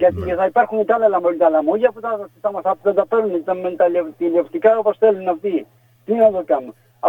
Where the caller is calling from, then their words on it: Zakynthos, Ionian Islands, Greece; είμαστε Ζακυνθινή βρε.